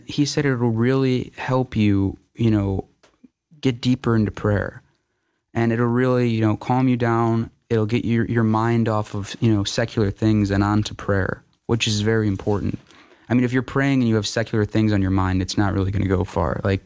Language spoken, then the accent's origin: English; Cleveland, Ohio, United States; moved away; I'm from Ohio, Cleveland.